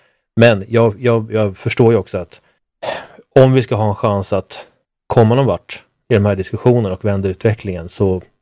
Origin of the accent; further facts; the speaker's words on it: Sweden; som svensk